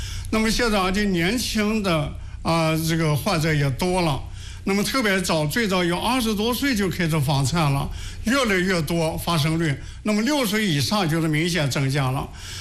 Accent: China; 我们中国人口这么多

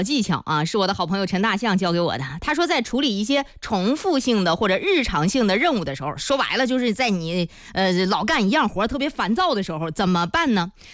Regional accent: China; 作为中国人啊，我觉得咱们应该有这个自信。我认为中国人是目前全世界人里边最耐研究的啊

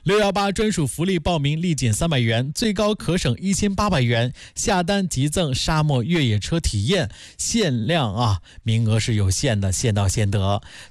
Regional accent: Handan, Hebei, China; 我的老家邯郸武湾

